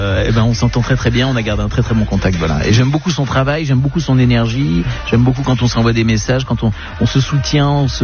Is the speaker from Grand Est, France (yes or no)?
yes; Nancy, Grand Est, France; moved away; Moi, qui venais de province, je suis de Nancy.